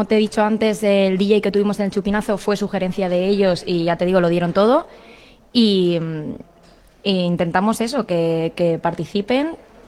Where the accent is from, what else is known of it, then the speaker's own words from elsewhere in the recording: Alicante, Valencian Community, Spain; moved away as an adult; now in San Miguel de Salinas, Spain; Yo soy de Alicante.